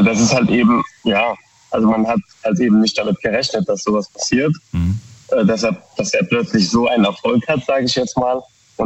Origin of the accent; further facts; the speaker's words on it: Koblenz, Rhineland-Palatinate, Germany; Ja, aktuell bin ich auf der Rückfahrt von Pforzheim und wir kommen aus Koblenz.